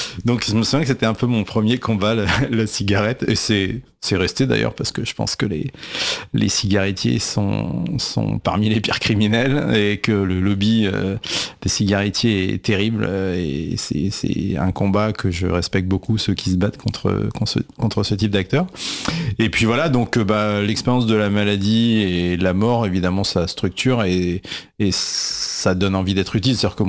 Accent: Paris, Île-de-France, France; Je suis né à Paris, j'ai grandi dans le 15e.

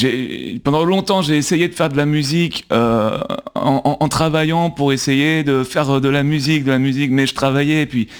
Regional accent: Nouvelle-Aquitaine, France; moved away as an adult; now in Paris, France; je suis charentais, qui est arrivé à Paris il y a une vingtaine d'années.

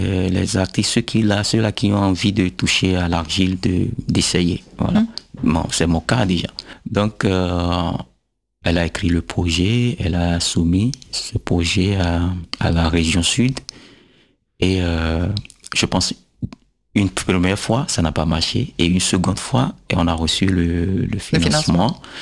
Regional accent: Abomey, Zou, Benin; born there; Déjà, tu sais que je suis né à Boumé, la terre d'Aboumé, la latérite, j'avais travaillé la latérite, mais jamais l'argile.

